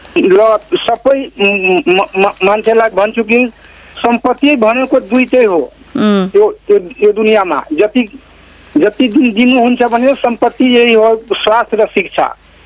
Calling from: Janakpur, Madhesh Province, Nepal; म जनकपुरबाट मेरो गाउँको नाम कटरेट हो … मैले बोलेको

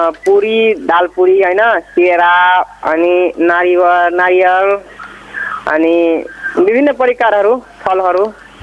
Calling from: Lahan, Madhesh Province, Nepal; सिराहा लहान.

